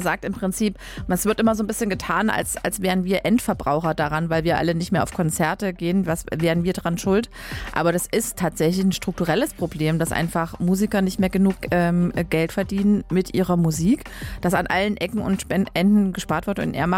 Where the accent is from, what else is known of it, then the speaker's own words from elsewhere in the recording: Leipzig, Saxony, Germany; Bin ich als Leipzigerin ja kurz ein bisschen, naja, sächsische Provinz ist Leipzig jetzt nicht.